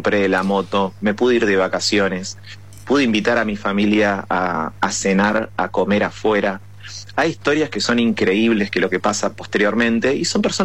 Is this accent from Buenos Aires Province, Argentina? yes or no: yes; Coronel Suárez, Buenos Aires Province, Argentina; now in Buenos Aires, Argentina; yo no soy de acá de Buenos Aires, soy del interior, de cerca de Sierra Ventana, de Coronel Suárez. Entonces, venir a Capital, una ciudad mucho más grande, también era un panorama diferente para mí.